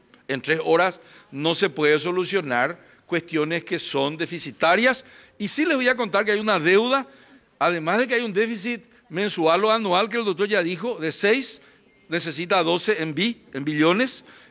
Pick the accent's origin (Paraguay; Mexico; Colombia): Paraguay; Somos todos paraguayos